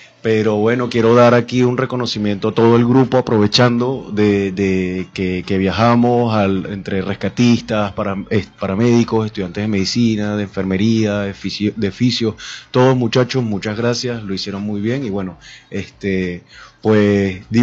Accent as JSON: {"language": "Spanish", "country": "Venezuela", "said": "eso es lo que nos identifica a nosotros como pueblo venezolano"}